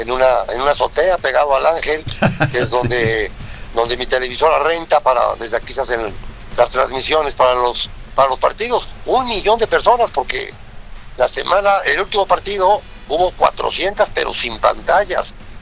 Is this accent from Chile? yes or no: no; Mexico; Eso a mí como mexicano me llena de orgullo.